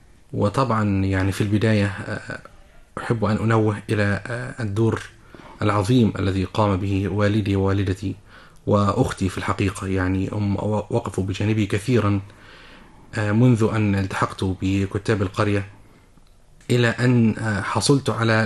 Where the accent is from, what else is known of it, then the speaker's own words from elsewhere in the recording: Faqous, Sharqia Governorate, Egypt; من مركز فاؤوس محافظة الشرقية.